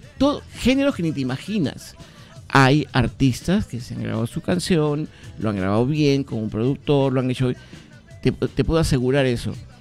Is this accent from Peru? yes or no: yes; Peru; en mi Perú, en mi país